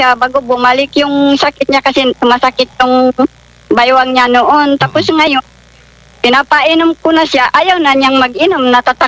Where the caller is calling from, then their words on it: Puerto Princesa, Mimaropa, Philippines; Ito po sa Puerto Princesa, Palawan.